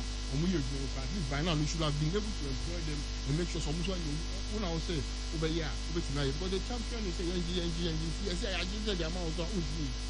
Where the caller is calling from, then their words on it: Ghana; as a Ghanaian